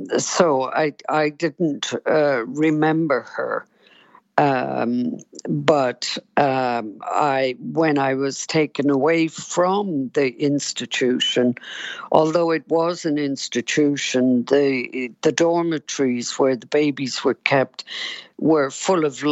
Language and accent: English; Cork, Munster, Ireland; I was born in 1949 in Bessborough, mother and baby institution, and I was with my mother there for 2.5 years.